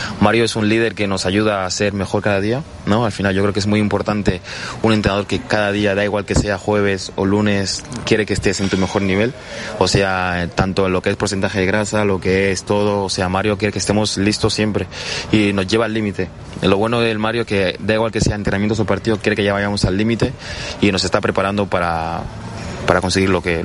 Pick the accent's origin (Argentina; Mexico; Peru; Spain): Spain; Barcelona, Catalonia; born there; aunque ahí nací en Barcelona.